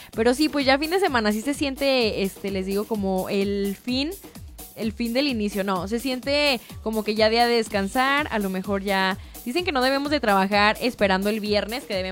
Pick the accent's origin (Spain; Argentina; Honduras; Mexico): Mexico; somos mexas, somos mexicanos